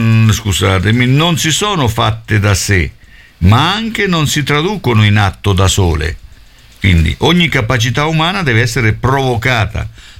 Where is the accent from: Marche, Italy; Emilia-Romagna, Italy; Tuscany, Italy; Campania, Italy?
Marche, Italy; Macerata; io da bambino stavo a Macerata, in un quartiere, insomma, quindi, effettivamente era come stare in un villaggio